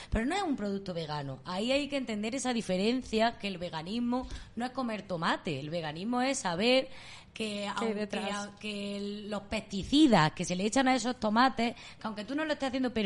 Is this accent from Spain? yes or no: yes; Linares, Andalusia, Spain; moved away; la última vez que estuve en mi pueblo, que yo soy de Linares